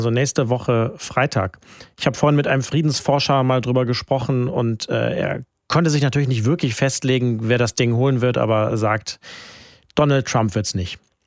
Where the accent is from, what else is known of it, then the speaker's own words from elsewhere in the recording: Rhineland, Germany; Für mich als Rheinländer